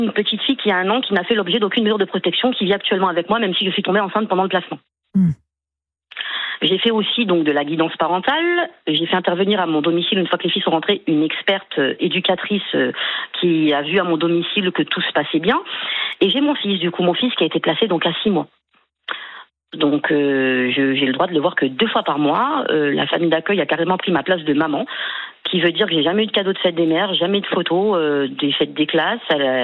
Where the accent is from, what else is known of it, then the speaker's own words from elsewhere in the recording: Valence, Auvergne-Rhône-Alpes, France; Et un jour, j'ai décidé de partir avec mes enfants et de revenir dans ma ville natale, à Valence